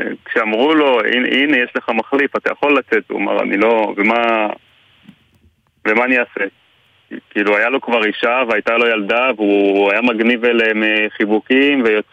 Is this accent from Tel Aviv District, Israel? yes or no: no; Beit HaShita, Northern District, Israel; שאתה גדל בקיבוץ, אנחנו לא גדלנו בלינה משותפת, אבל אנחנו גדלים בקיבוץ